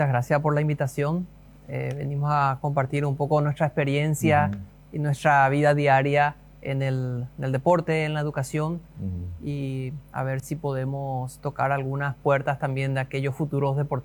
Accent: Asunción, Paraguay; moved away as an adult; now in Filadelfia, Paraguay; En Asunción. Soy originario de Asunción. Estoy ya viviendo aquí 14 años.

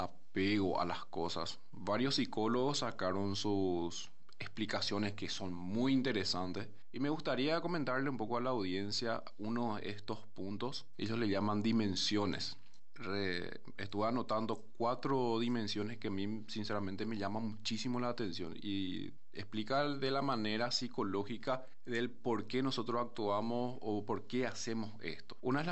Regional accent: Paraguay; como los paraguayos hacemos

